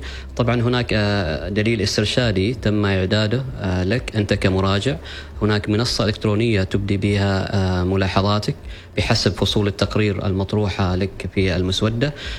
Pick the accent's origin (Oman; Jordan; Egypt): Oman